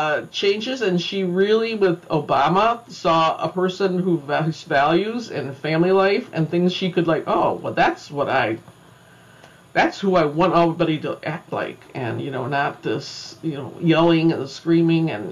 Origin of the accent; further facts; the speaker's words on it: DuPage County, Illinois, United States; So I actually did grow up in DuPage. I grew up in a quite Republican household.